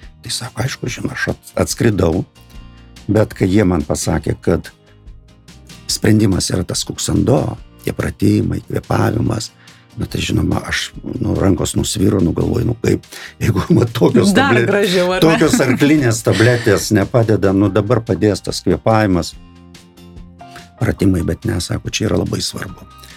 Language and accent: Lithuanian; Samogitia, Lithuania; aš esu žemaičiai nedaug žodžiauja.